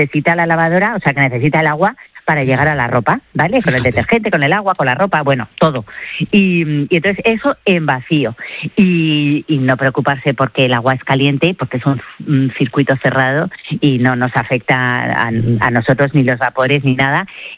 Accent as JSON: {"language": "Spanish", "country": "Spain"}